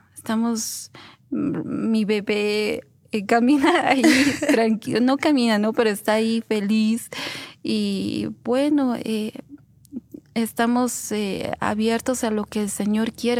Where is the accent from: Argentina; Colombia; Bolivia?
Bolivia; Oruro; now in Cochabamba, Bolivia; Y yo siempre he sido más que mi ciudad, Oruro, que yo no me voy a ir de aquí. Soy de Oruro, en Oruro voy a morir.